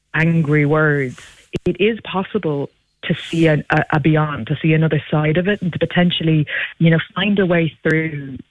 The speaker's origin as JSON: {"language": "English", "country": "Ireland"}